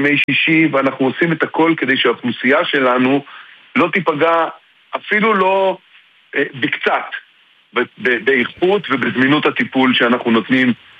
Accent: Tel Aviv, Tel Aviv District, Israel; now in Hila, Israel; כן, התשובה היא אני במקור מהמרכז, אני במקור מתל אביב.

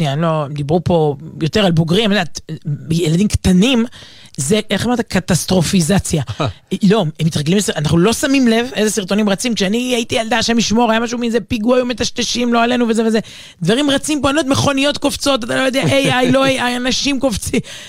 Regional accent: Herzliya, Tel Aviv District, Israel; אני ממש זוכרת הילדות שלי בהרצליה, היינו גומרים שיעורי בית, יורדים לחצר, הכל נבנה שם

